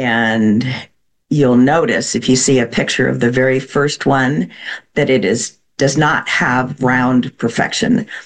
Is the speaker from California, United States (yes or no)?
no; Mansfield, Ohio, United States; I grew up in Ohio, Mansfield.